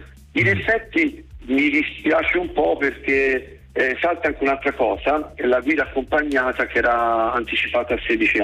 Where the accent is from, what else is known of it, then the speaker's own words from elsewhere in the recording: Tuscany, Italy; sono toscano